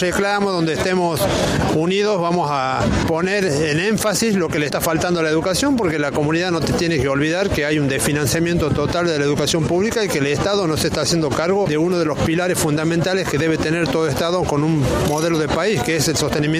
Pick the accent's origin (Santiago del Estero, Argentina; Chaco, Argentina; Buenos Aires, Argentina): Santiago del Estero, Argentina; nosotros venimos desde Santiago del Estero